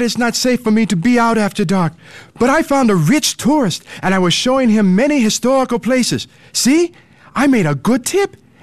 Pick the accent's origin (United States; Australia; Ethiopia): Ethiopia; Aksum, Tigray; My hometown of Aksum had many historical sites that drew constant streams of tourists.